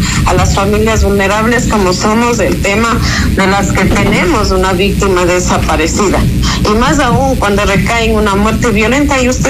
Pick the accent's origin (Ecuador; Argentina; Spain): Ecuador; no hay garantías para nosotros como ecuatorianos.